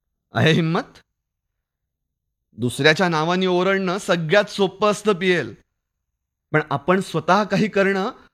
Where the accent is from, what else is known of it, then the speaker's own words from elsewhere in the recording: Jhansi, Uttar Pradesh, India; Marathi is a second language; मी झाशीचा.